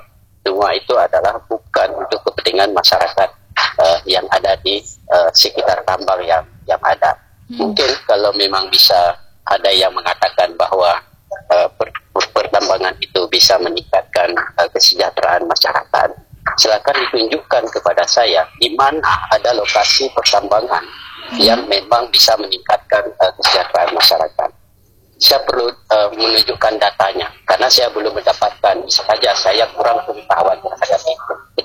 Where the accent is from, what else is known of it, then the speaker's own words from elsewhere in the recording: Aceh, Indonesia; kita Aceh ini adalah wilayah agraris